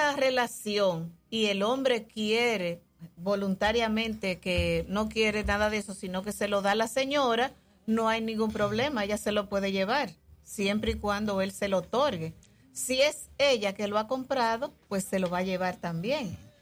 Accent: Mao, Valverde, Dominican Republic; now in Santiago Rodríguez, Dominican Republic; esta es mi tierra y estoy muy orgullosa de Mao.

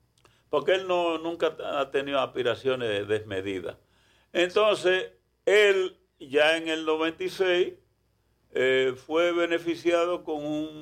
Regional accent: Dominican Republic

